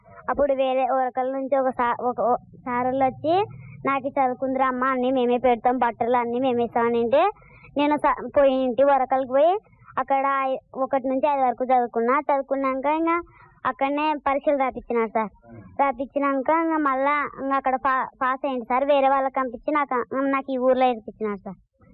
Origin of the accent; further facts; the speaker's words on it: Kurnool district, Andhra Pradesh, India; మా ఊరు కర్నూలు జిల్లా.